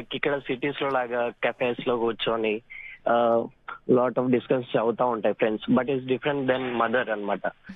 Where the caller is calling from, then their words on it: Hyderabad, Telangana, India; Ma'am, ఇక్కడ RTC cross road నుంచి మాట్లాడుతున్నాము, హైదరాబాద్.